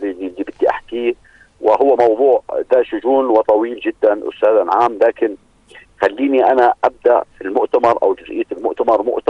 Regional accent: Jordan; نحن كأردنيين.

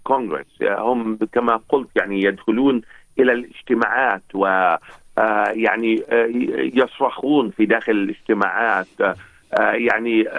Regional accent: Palestine; now in Iowa, United States; كفلسطينيين أمريكيين

